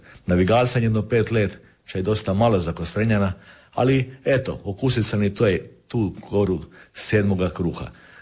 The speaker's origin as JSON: {"language": "Croatian", "town": "Kostrena", "region": "Primorje-Gorski Kotar County", "country": "Croatia", "tie": "born or raised there", "said": "Ja sam rođen i živjel v Kostrene i sad živim, ali v jednoj drugoj. V finoj Kostrene, kaj je danas Sveta Barbara. To je Kostrene kada je sad Ina i moje rodno selo je tako reći zrušeno, 50 kuće zrušeno kada je tamo se Ina širila"}